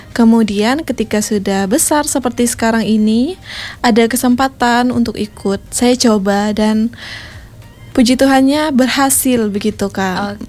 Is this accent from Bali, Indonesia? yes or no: no; Sekadau, West Kalimantan, Indonesia; Karena kami dari Skadau, jadi kami terpilih saat pelaksanaan gawai daya di Skadau.